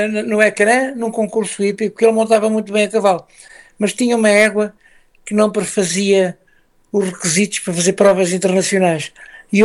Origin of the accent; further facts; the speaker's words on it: Chamusca, Santarém, Portugal; born there; Sim, eu nasci na Chamusca, mas aqui em Mucoforzanadia